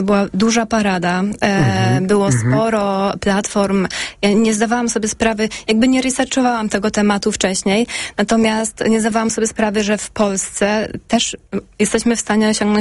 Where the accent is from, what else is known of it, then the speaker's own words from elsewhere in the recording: Lesser Poland, Poland; Dla kontekstu mogę dodać, że ja pochodzę z bardzo małego miasteczka na południu Polski. No niestety dość homofobicznego i temat...